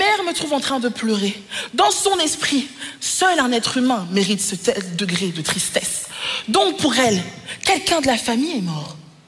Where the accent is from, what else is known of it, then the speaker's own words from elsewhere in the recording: Wallonia, Belgium; Je viens du Bourinage